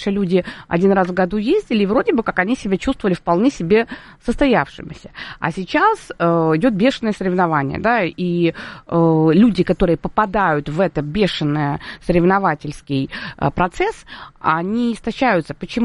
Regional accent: Moscow, Russia; born there; И с того момента, когда я пережила эти три дня, и когда мы попали в Москву, хотя я родилась в Москве, мы уезжали потом

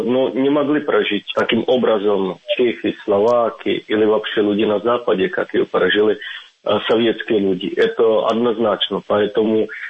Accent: Trutnov, Hradec Králové Region, Czechia; Russian is a second language; Мой город, мой родной город, который находится на северо-востоке Чехии, как это называется, Трутнов

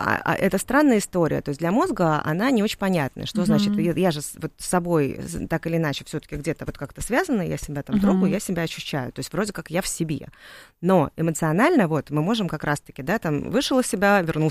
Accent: Saint Petersburg, Russia; Я из Питера.

